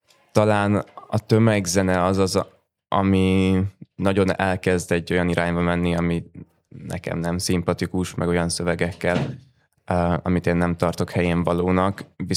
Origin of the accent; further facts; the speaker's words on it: Gödöllő, Pest, Hungary; mi Gödöllőn nőttünk fel